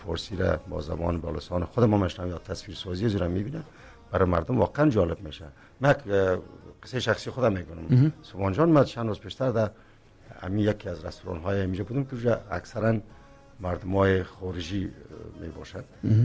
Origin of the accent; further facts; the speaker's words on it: Tajikistan; moved away; من تاجیکم